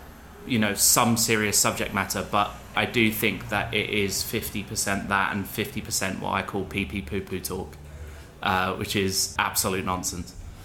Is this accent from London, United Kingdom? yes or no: yes; Dagenham, London, United Kingdom; born there; now in Exeter, United Kingdom; I grew up drinking in Dagenham